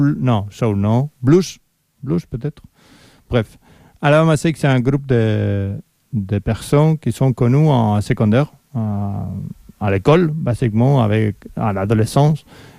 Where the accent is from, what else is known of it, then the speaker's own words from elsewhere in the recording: Spain; accent: Spanish; French is a second language; moved away; J'ai toujours mon accent espagnol, je suis cerronadino et je suis espagnol. Et j'ai cet accent, il ne va pas la changer.